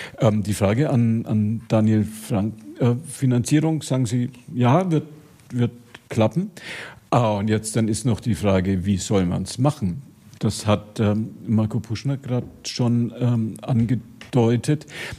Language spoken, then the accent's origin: German; Fürth, Bavaria, Germany; Ich oute mich als Fürther